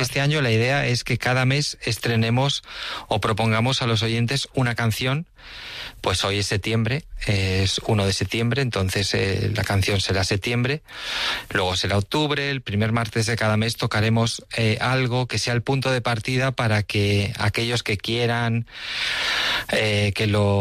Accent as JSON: {"language": "Spanish", "town": "Villacarriedo", "region": "Cantabria", "country": "Spain", "tie": "born or raised there", "said": "luego he estado en las fiestas de mi pueblo, en Villacarrido, también hace una semana."}